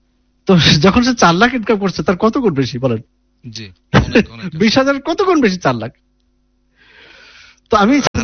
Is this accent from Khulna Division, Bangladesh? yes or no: yes; Kushtia, Khulna Division, Bangladesh; now in Dhaka, Bangladesh; আমার বাড়ি কুষ্টিয়া